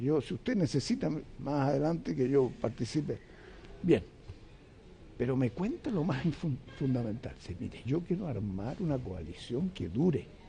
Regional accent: Chile; voy a luchar por la libertad en mi país.

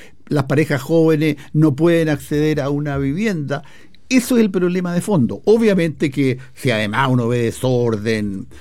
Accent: Chile

